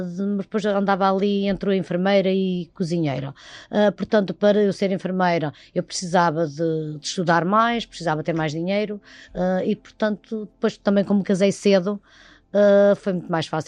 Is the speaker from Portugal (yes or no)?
yes; Macedo de Cavaleiros, Norte, Portugal; now in Lisbon, Portugal; Portanto, a minha aldeia já está a entrar mesmo em Macedo de Cavaleiros, eu vou ao cabeleireiro, eu vou ao supermercado, eu vou à peixaria